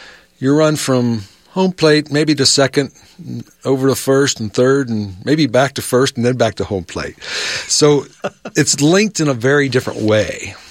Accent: Ohio, United States; Where I grew up in Ohio and other areas that I've served, I was familiar that the LDS culture was there

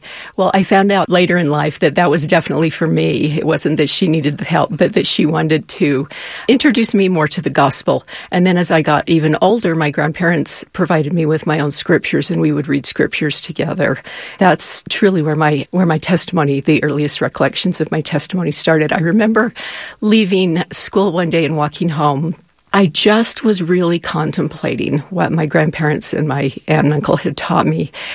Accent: Salt Lake City, Utah, United States; I was born and raised in Salt Lake City. I was not raised in an active member family of The Church of Jesus Christ of Latter-day Saints

